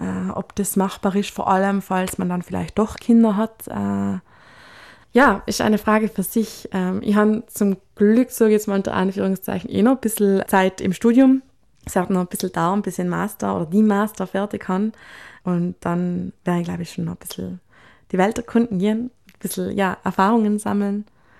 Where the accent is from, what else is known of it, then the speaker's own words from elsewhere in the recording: South Tyrol, Italy; wie das als Südtirolerin dann so ist.